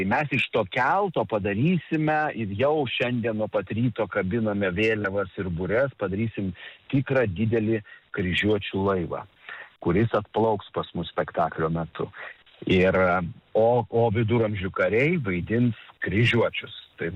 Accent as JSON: {"language": "Lithuanian", "town": "Kaunas", "region": "Kaunas County", "country": "Lithuania", "said": "aš pats esu kaunietis"}